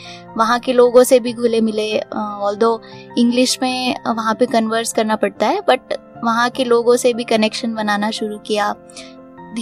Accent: Ambala, Haryana, India; moved away as an adult; And मैं अंबाला से belong करती हूँ। मैंने स्कूलिंग अपनी अंबाला डीसी मॉडल स्कूल से की है

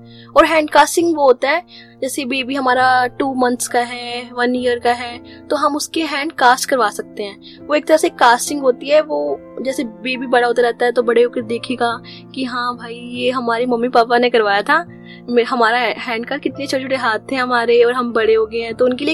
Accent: Ambala, Haryana, India; मैं अम्बाला की रहने वाली हूँ और मैंने अपनी स्कूलिंग अम्बाला कैंट से की थी। देन मैंने अपना कोर्स किया चंडीगढ़ से वेब डिजाइनिंग का, प्रो डेवलपमेंट का।

